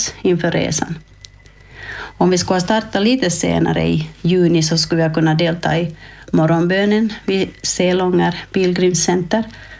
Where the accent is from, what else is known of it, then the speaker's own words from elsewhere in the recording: Kokkola, Ostrobothnia, Finland; och den österbottniska delen av leden börjar faktiskt här i Karleby, som är min hemort.